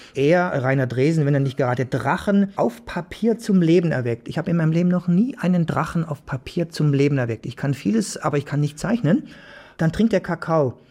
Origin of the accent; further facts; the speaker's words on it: Baden-Württemberg, Germany; Und da war der Gedanke, Asterix im Schwabenland, ich bin Schwabe